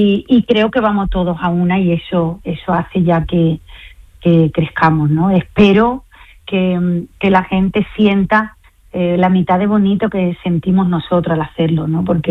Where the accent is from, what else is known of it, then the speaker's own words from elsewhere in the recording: Andalusia, Spain; somos todos andaluces